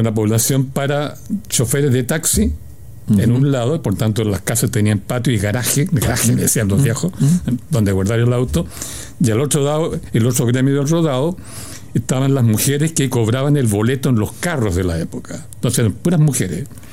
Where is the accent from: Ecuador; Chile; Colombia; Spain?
Chile; Santiago, Santiago Metropolitan Region; ahí está instalada la población donde yo nací y viví 20 años seguidos en ese barrio, que es un barrio muy interesante. Es muy interesante urbanísticamente hablando, porque tiene 2 cementerios.